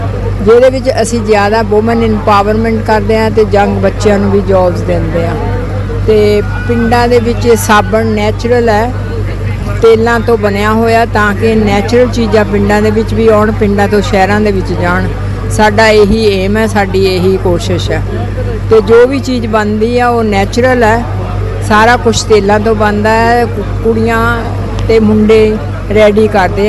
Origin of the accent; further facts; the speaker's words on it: Nawanshahr, Punjab, India; ਸਤਿ ਸ਼੍ਰੀ ਅਕਾਲ ਜੀ … ਮੈਂ ਪਿੰਡ ਬੀਕਾ ਨਵਾਂਸ਼ਹਿਰ ਤੋਂ ਹਾਂ